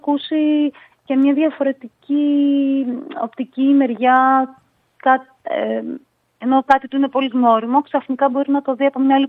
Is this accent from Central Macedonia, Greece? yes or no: yes; Thessaloniki, Central Macedonia, Greece; Γεννήθηκα και μεγάλωσα στη Θεσσαλονίκη.